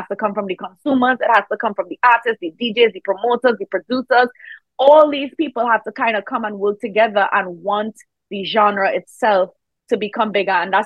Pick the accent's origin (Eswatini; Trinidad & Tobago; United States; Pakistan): Trinidad & Tobago; And I say, oh, I'm from Trinidad and Tobago. Do you know where that is?